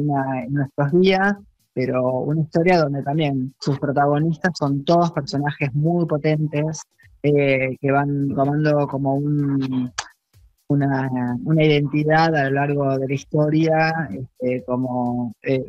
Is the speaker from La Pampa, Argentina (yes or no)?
no; Tigre, Buenos Aires Province, Argentina; yo soy de Tigre